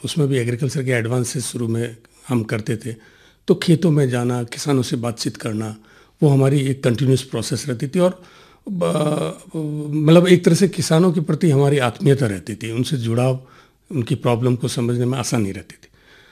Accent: Pali district, Rajasthan, India; also born or lived in Udaipur; मैं एक किसान परिवार से बिलोंग करता हूँ। मेरा गांव पोमावा है, पाली डिस्ट्रिक्ट है और सुमेरपुर तहसील है।

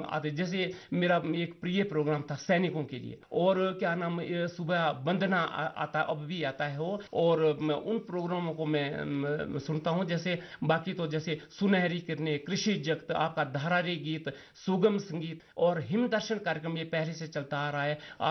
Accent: Mandi district, Himachal Pradesh, India; मैं तहसील करसोग, जिला मंडी, गांव तलहन का रहने वाला हूं।

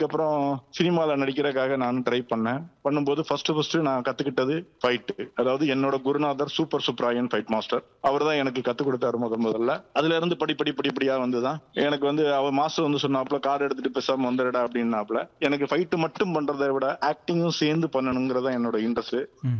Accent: Amalipuram, Tamil Nadu, India; என்னுடைய சொந்த மாவட்டம் தூத்துக்குடி. நான் திருச்செந்தூர், தூத்துக்குடி பக்கத்துல இருக்கிற திருச்செந்தூர், திருச்செந்தூர் பக்கத்துல இருக்கிற அமளிபுரம், அதாவது மீனவ கிராமம், இங்கதான் நான

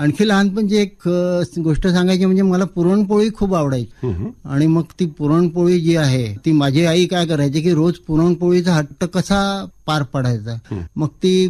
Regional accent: Amravati, Maharashtra, India; माझे शेती होती गावाच्या लगतच, एक मलकापूर गाव आहे अमरावती शहरालगत, तिथे शेती पण माझी होती, तिथे घर पण होतं गावात. पण मी तसा शहरातच जन्मलो, शहरातच वाढलो आणि शहरातच शिकलो.

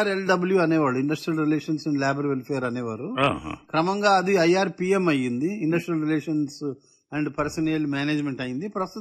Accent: Berhampur, Odisha, India; born there; also born or lived in Vizianagaram, Andhra Pradesh; అక్కడ ఫ్యాక్టరీ పెట్టడంతో బరంపురం షిఫ్ట్ అయ్యాం. నా 10వ ఏట బరంపురం గెలిపాం. కాబట్టి నేను చదువు మొత్తం బరంపురమే. 4వ తరగతి నుంచి మొత్తం చదువు అంతా బరంపురమే. కలికొట కాలేజీలో చదువుకున్నాను.

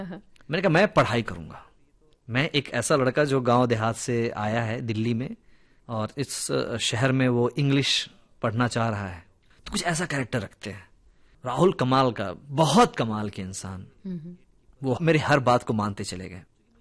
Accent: Bihar, India; मैंने कहा सर मैं तो बिहार से हूँ।

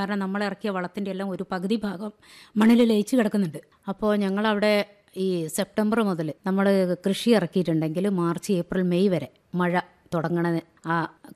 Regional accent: Wayanad district, Kerala, India; moved away as an adult; now in Vadakara, India; ഞാൻ എൻ്റെ സ്വദേശം, ഞാൻ ജനിച്ചു വളർന്നത് വയനാട് ജില്ല. വയനാട് ജില്ല എന്ന് പറയുമ്പോൾ തന്നെ അറിയാം വയലുകളുടെ നാടാണ്.

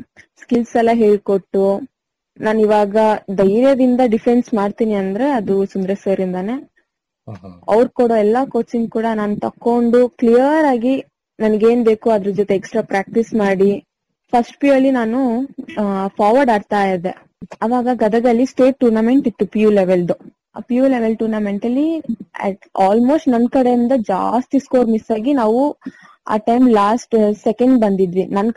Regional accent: Bhagamandala, Karnataka, India; born there; now in Koppa Maradiyur, India; ನಂದು by birth ಬಂದು ಭಾಗಮಂಡ್ಲ. ನಾನು ಇವಾಗ ಇರೋದು ಕೊಪ್ಪ ಮರಡಿಯೂರು ಅನ್ನೋ ಚಿಕ್ಕ ಒಂದು ಹಳ್ಳಿಯಲ್ಲಿ.

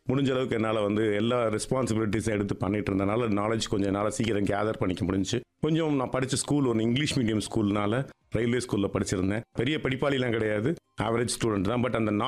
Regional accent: Madurai, Tamil Nadu, India; நான் இங்கே வெளியூருக்குலாம் போல, மதுரையில் பிறந்து மதுரையில் வளர்ந்தேன், மதுரையிலே வேலை பார்த்தேன்

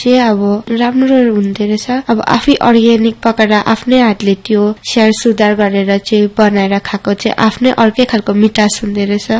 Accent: Sikkim, India; born there; म अप्पर लुइङबाट आएकी हुँ

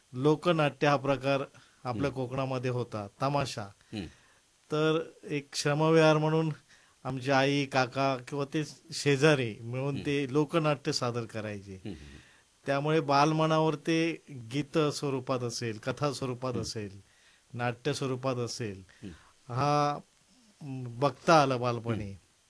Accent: Mangaon, Maharashtra, India; माझे जन्मगाव सिंधुदुर्ग जिल्ह्यातील कुडाळ तालुका मानगाव.

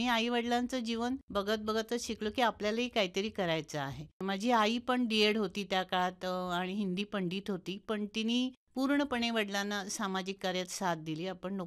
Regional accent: Kasal, Maharashtra, India; also born or lived in Redi; माझं बालपण गेलं कसालला.

